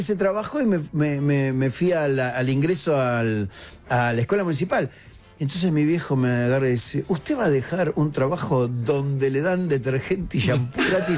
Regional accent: Munro, Buenos Aires Province, Argentina; En cuarto y quinto año del Esteban Echeverría de Munro, porque yo soy de Munro

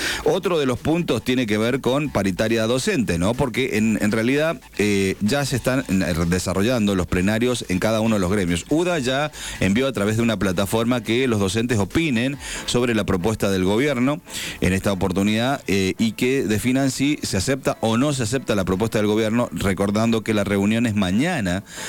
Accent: Argentina; Nosotros somos argentinos, también queremos ver el partido.

